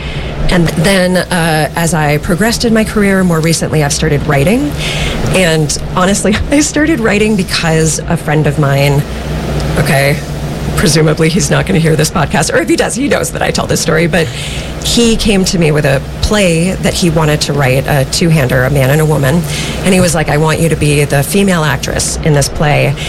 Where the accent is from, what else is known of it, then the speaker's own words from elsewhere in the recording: Minnesota, United States; So I grew up in Minnesota